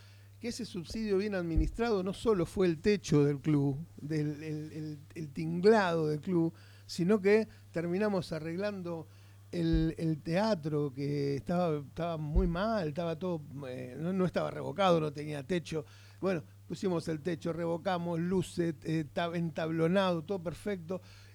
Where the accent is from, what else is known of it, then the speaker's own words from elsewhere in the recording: Mar del Tuyú, Buenos Aires Province, Argentina; somos Mar del Tuyú y Dani es Mar del Tuyú y Gaby es Mar del Tuyú y yo soy Mar del Tuyú